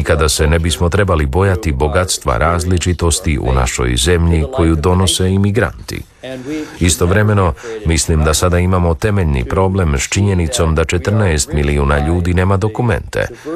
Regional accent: Croatia; now in United States; ne samo kao Amerikanac, nego kao imigrant iz Hrvatske i također iz imigrantske obitelji koja se našla u drugoj zemlji zbog Prvog svjetskog rata

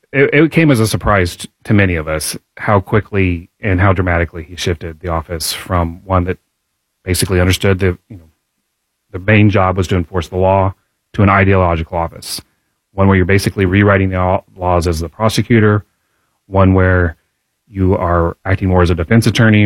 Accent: Indianapolis, Indiana, United States; I was born in Indiana, raised in Pike Township

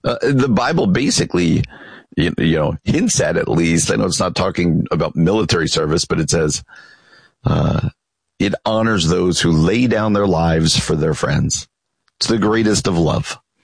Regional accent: East Coast, United States; When I grew up out on the East Coast, this is when people would go to the Jersey Shore.

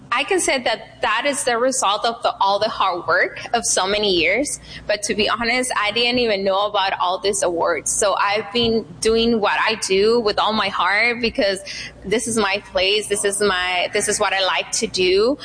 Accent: Sinaloa, Mexico; Banda. I'm from Sinaloa.

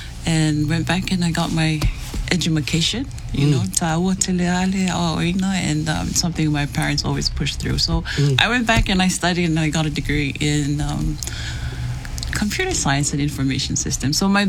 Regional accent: Samoa; also born or lived in Philippines; I was born and raised in Samoa. I traveled also a bit during my younger years

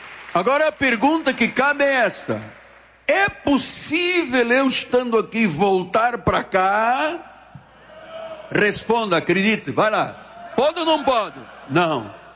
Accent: Portugal; born there; eu estava pregando na minha igreja onde eu nasci, em Portugal, há muitos anos atrás, Assembleia de Deus Neves Ferreira

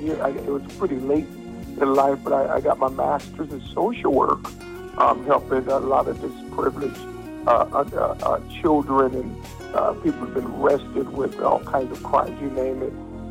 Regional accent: Grand Rapids, Michigan, United States; I'm from Grand Rapids, and guess what? … lived right around the corner from me. I was raised up with him.

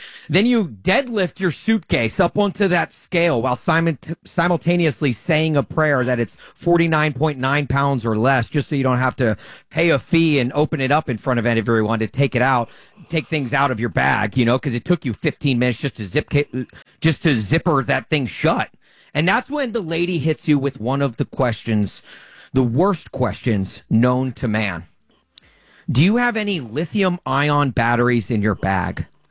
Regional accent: Nashville, Tennessee, United States; I flew to my hometown, Nashville, this past week

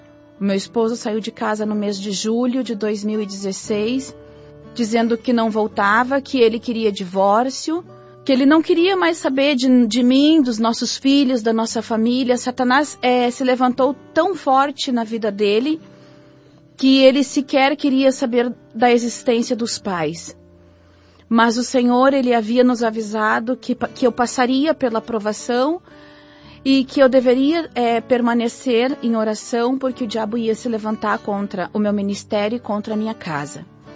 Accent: Gravataí, Rio Grande do Sul, Brazil; eu sou da cidade de Gravataí, no Rio Grande do Sul

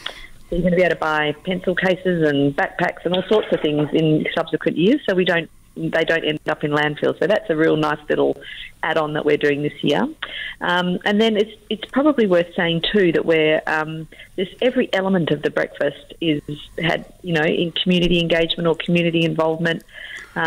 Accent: Kalamunda, Western Australia, Australia; I grew up in Kalamunda, up in the Black Hills, and I was, my backyard was a 5,000-acre national park

